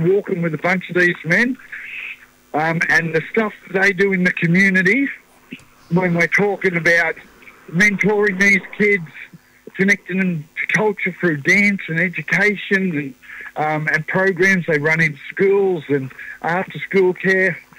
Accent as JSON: {"language": "English", "town": "Brewarrina", "region": "New South Wales", "country": "Australia", "said": "proud Nampar man. My mob's from Brewarrina. I was part of the stolen generation."}